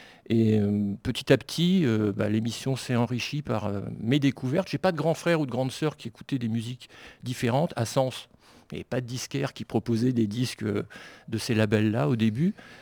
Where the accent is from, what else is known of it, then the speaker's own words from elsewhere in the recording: Sens, Bourgogne-Franche-Comté, France; Donc moi je viens de Sens, qui est une petite ville à une centaine de kilomètres de Paris.